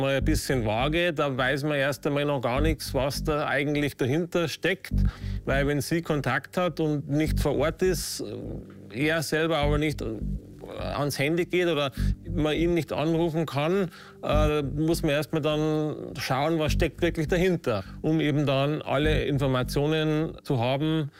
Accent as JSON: {"language": "German", "town": "Ramsau bei Berchtesgaden", "region": "Bavaria", "country": "Germany", "said": "Ich komme aus der Ramsau und ich habe das Glück, ich kann in der Ramsau arbeiten."}